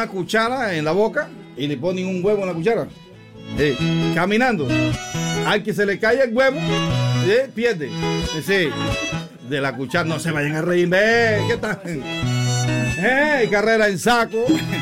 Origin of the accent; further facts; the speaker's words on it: Veraguas, Panama; Mi tierra, el Pedernal de Santiago.